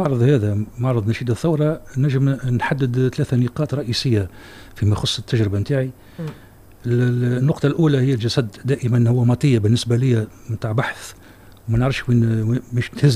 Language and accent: Arabic; Tunisia; عندنا في تونس